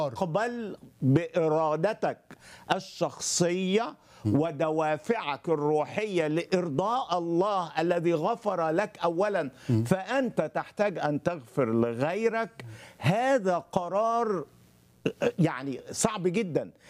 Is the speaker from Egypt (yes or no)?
yes; Upper Egypt, Egypt; وزي ما عندنا في الصعيد الطار بقى والحاجات دي كلها